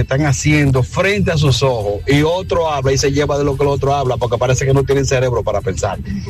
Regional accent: Dominican Republic; Hoy tenemos un presidente de lujo, lo digo yo que soy dominicano y vivo aquí y aporto mucho impuestos.

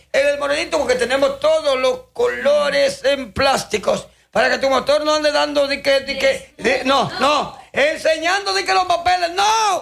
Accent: Dominican Republic; que somos vecinos de Tierra Dura.

